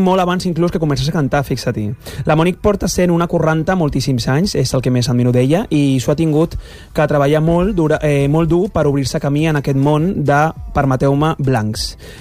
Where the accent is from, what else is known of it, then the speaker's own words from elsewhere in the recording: Barcelona, Catalonia, Spain; Bueno, jo sóc de la Trini. I això, i ara de Nou Barris, i això condiciona la vida, no?